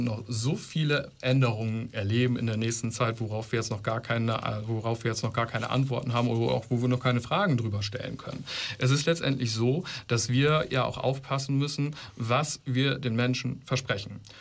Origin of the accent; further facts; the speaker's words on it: Ihlow, Lower Saxony, Germany; Ich komme zum Beispiel aus der Gemeinde Ilo, wo ich politisch groß geworden bin, wo es der Gemeinde wirklich finanziell dreckig ging. Es war eine reiche Gemeinde.